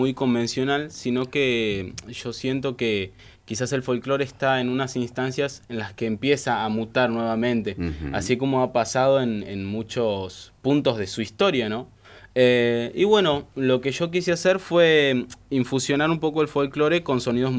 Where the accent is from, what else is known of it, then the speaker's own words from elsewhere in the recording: Buenos Aires, Argentina; Bueno, yo nací en Buenos Aires, en el barrio de La Boca. Pasé viviendo toda mi vida en Buenos Aires